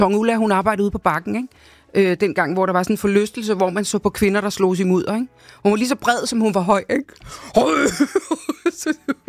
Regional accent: Capital Region of Denmark, Denmark; born or raised there

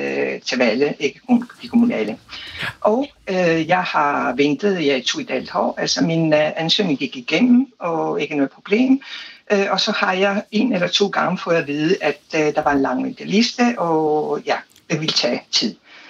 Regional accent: Italy; Jeg stammer fra Italien.

